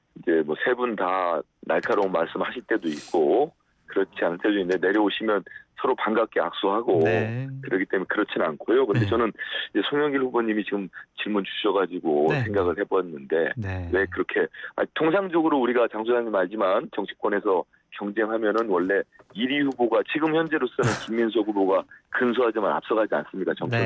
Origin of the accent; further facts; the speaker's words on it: North Jeolla, South Korea; 저도 전북 출신입니다만은